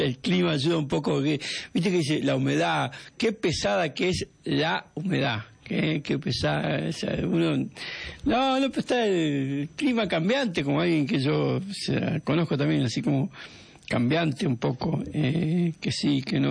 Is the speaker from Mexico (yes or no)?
no; Argentina; ni siquiera yo, o como argentino